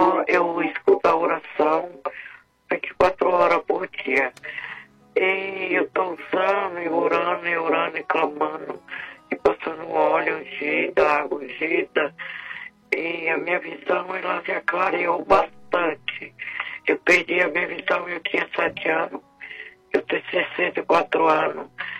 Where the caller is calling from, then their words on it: São Paulo, Brazil; Eu falo aqui da Moca.